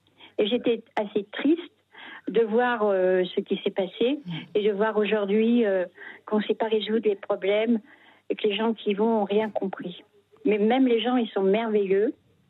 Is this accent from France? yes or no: yes; Paris, Île-de-France, France; also born or lived in Corsica; Oui, je suis parisienne d'origine et en fait, avec mon mari, on a décidé de prendre notre retraite dans les Deux-Sèvres, près de la Vendée